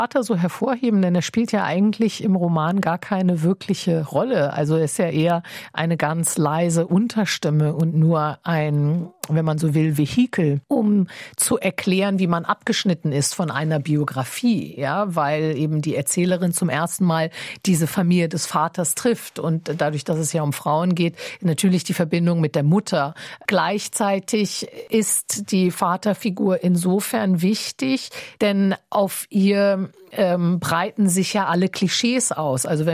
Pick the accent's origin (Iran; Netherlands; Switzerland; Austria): Iran; now in France; die ich als Iranerin immer in einer, sage ich mal, nordwestlichen Gesellschaft empfunden habe. Auch sicherlich ein Grund, warum ich nach Frankreich gezogen bin.